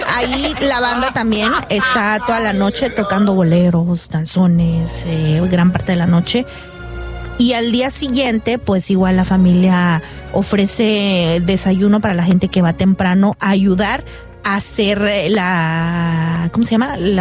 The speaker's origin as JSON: {"language": "Spanish", "region": "Oaxaca", "country": "Mexico", "tie": "born there", "moved": "yes"}